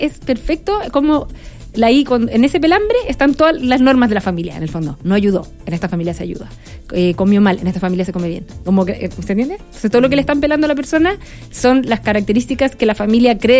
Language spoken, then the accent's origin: Spanish; Chile; Y es como, ya, somos todos chilenos, estamos todos en esta situación.